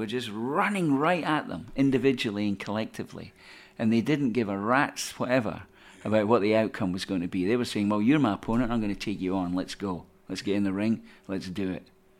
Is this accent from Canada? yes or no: no; Scotland, United Kingdom; born there; being Scottish, that's part of our culture.